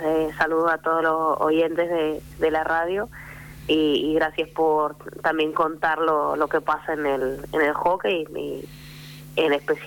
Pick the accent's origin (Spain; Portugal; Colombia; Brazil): Portugal; Spanish is a second language; yo vengo de Portugal, aprecio el club, pero después tengo gente al lado que ha crecido en el club y que ama el club